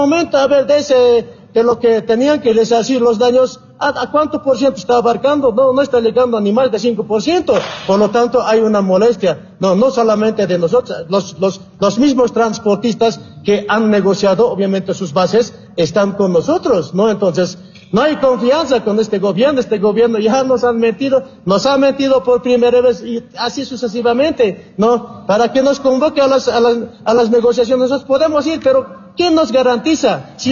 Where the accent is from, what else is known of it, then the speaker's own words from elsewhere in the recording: Bolivia; Nosotros somos pueblo boliviano también.